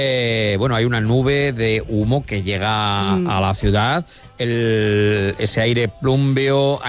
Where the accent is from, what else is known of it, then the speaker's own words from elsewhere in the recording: Castilla-La Mancha, Spain; born there; Si somos, decía … que nació en el … pues nosotros nacimos en La Mancha, claro.